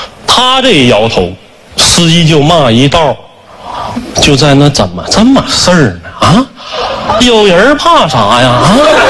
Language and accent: Chinese; Fushun, Liaoning, China; born there; 我是一个东北人，我出生在东北的一个小县城抚顺。我觉得出生在小城市，你就很难介绍自己。别人问我家在哪儿，我说辽宁。他说辽宁哪儿？我说抚顺。